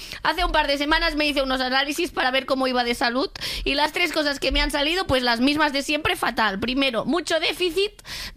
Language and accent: Spanish; Catalonia, Spain